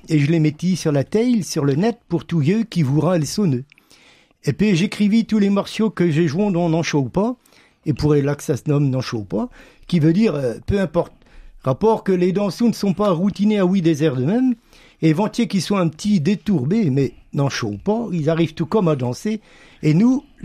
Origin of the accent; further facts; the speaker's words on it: Saint-Brieuc, Brittany, France; accent: Gallo; je suis natif de Saint-Berieux